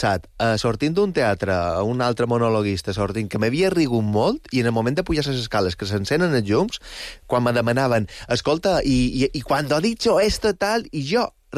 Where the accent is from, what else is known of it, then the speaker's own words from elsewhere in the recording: Balearic Islands, Spain; Veus, com a mallorquí, és l'únic que no vull.